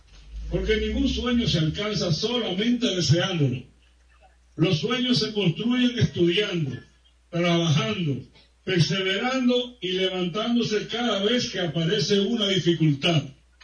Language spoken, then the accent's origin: Spanish; La Vega, Dominican Republic; Vengo también como un hijo de La Vega, a mi tierra, al lugar donde nacieron muchos de mis sueños y donde aprendí valores que me han acompañado durante toda mi vida.